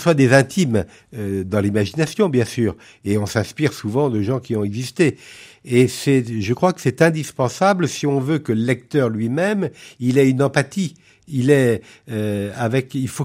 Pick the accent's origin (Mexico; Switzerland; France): France; Brittany; born or raised there; now in Vendée, France